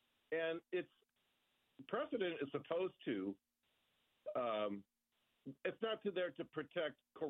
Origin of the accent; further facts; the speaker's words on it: Michigan, United States; I'm formerly from Michigan, and I would say you got a MAGA Democrat from Michigan there.